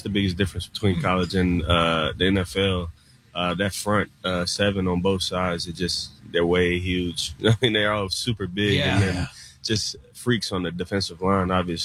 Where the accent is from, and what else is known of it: Georgia, United States; born or raised there